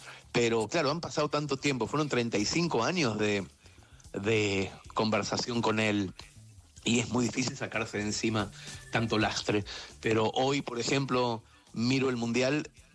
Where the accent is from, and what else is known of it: Argentina; moved away as an adult; also born or lived in Barcelona